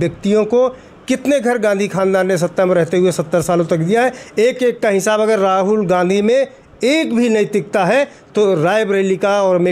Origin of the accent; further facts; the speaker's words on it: Pratapgarh, Uttar Pradesh, India; मैं प्रतापगढ़ का ही रहने वाला हूँ.